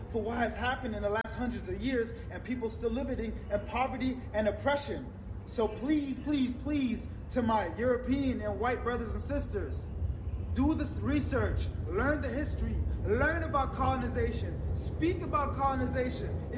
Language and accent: English; Germany; growing up in Germany as a biracial black boy